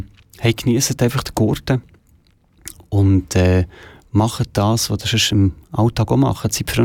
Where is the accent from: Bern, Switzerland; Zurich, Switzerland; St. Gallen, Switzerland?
Zurich, Switzerland; Schlieren; weil ich bin in Schlieren aufgewachsen und denke immer hinten rauf.